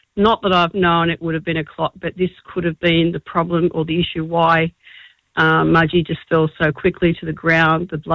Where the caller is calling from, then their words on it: Dolans Bay, New South Wales, Australia; I'm from Dolans Bay